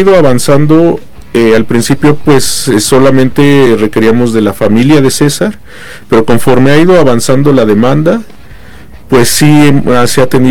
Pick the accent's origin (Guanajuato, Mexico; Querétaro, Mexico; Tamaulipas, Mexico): Querétaro, Mexico; somos queretanos y todo el apoyo. Y muy orgullosos y todo el apoyo que nos han dado.